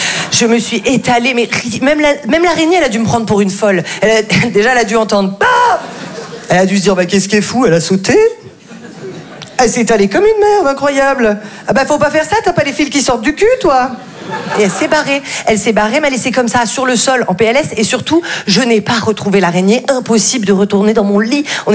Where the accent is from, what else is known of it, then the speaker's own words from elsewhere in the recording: Val-de-Blore, Provence-Alpes-Côte d'Azur, France; Alors après, c'est vrai que là d'où je viens, c'était assez compliqué les trajets en ambulance, parce que moi je viens d'un tout petit village qui s'appelle Val-de-Blore.